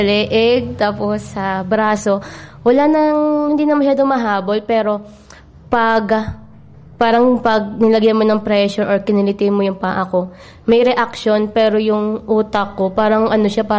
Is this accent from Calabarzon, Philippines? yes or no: yes; Lucban, Calabarzon, Philippines; mula sa Lucban, Quezon, Barangay Ayuti.